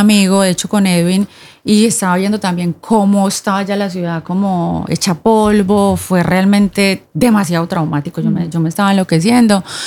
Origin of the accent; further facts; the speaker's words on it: Colombia; now in Oslo, Norway; me siento cada vez más orgullosa de donde soy, de donde nací, no solamente como colombiana, como latina